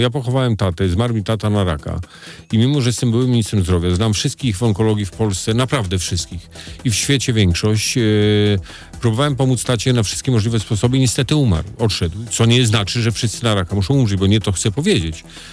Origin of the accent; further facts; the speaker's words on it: Darłowo, West Pomeranian Voivodeship, Poland; now in Szczecin, Poland; Ja co prawda jestem z Darłowa, pochodzę z Darłowa, znaczy dzieciństwo tam spędziłem przez tą młodość i znam to koszalińskie, ale jednak Szczecin jest moim miastem takim no, od serca i rodzinnym.